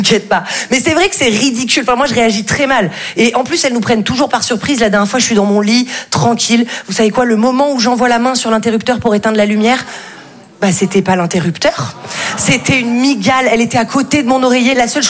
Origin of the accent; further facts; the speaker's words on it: Val-de-Blore, Provence-Alpes-Côte d'Azur, France; moi je viens d'un tout petit village qui s'appelle Val-de-Blore. Vous connaissez ? Non, évidemment. Personne ne connaît Val-de-Blore.